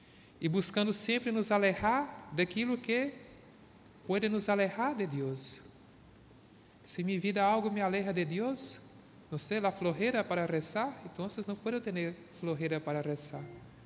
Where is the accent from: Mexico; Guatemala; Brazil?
Brazil; now in Chile; en mi comunidad, donde yo he nacido